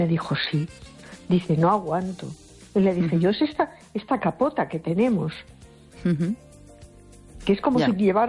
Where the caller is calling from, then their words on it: A Coruña, Galicia, Spain; de Coruña.